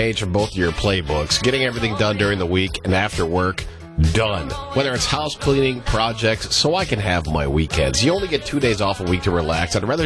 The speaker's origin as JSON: {"language": "English", "town": "Battle Creek", "region": "Michigan", "country": "United States", "tie": "born or raised there", "said": "I grew up near Battle Creek, Michigan, which is ground zero for Corn Flakes"}